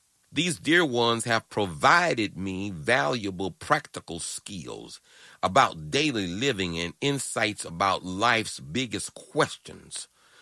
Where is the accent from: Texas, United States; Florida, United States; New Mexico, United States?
Texas, United States; Prairie View; when I was growing up in Prairie View, Texas.